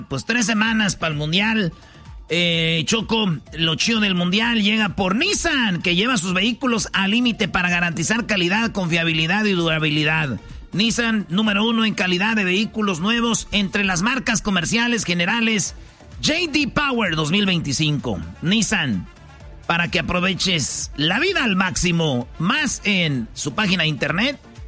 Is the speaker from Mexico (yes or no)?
yes; Mexico; ¿Tenemos que apoyar a la selección porque somos mexicanos?